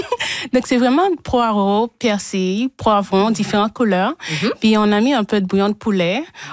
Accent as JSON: {"language": "French", "country": "Haiti", "said": "Oui, c'est pas comme Martinique ou la Guadeloupe. Chez nous, en Haïti, c'est vraiment."}